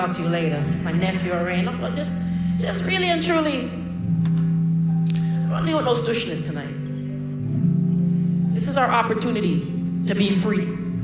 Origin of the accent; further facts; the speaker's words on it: Toronto, Ontario, Canada; And I'm from Jane and Finch.